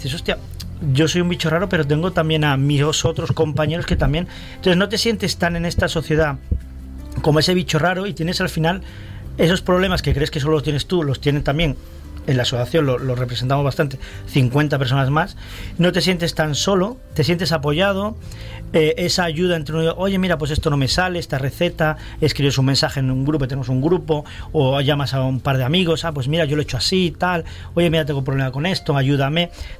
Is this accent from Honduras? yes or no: no; Almería, Andalusia, Spain; yo vengo un poco más de fuera, soy de Almería todavía, pero vengo más de fuera